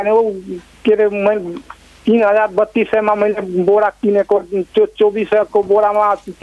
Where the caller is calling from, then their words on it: Janakpur, Madhesh Province, Nepal; जनकपुर गाउँतिर, जनक मेरो गाउँको नाम कटरेज हो।